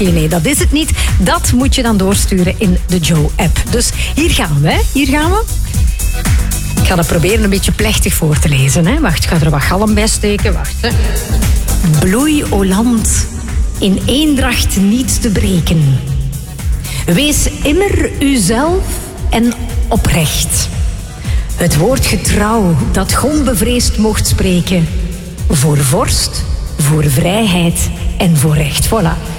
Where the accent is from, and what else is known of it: Belgium